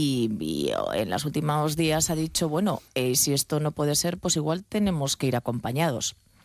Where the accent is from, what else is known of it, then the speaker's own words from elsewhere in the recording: Aragon, Spain; ya en Segovia cuando iba a los veranos, evidentemente porque soy maña.